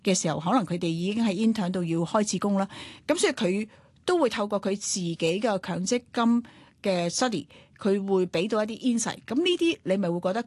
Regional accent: Hong Kong; 我哋香港人

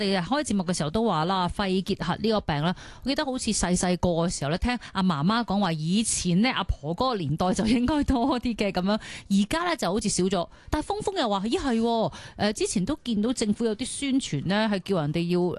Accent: Hong Kong; 而家我哋香港人咧都注重咗健康啦

